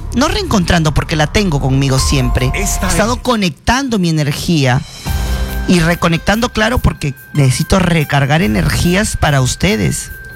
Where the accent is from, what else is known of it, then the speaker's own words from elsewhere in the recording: Chiclayo, Lambayeque, Peru; moved away; he estado en mi tierra, en Chiclayo.